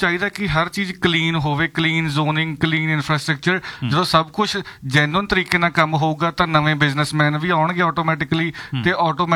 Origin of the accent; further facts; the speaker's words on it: Bakhora Kalan, Punjab, India; ਮੇਰਾ ਪਿੰਡ ਬਖੋਰਾ ਕਲਾਂ ਜੀ, ਜ਼ਿਲ੍ਹਾ ਸੰਗਰੂਰ.